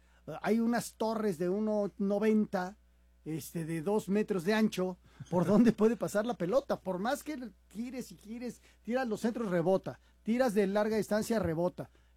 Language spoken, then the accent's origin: Spanish; Mexico; Yo soy mexicano y me hubiera gustado más que hubiera ganado México, claro.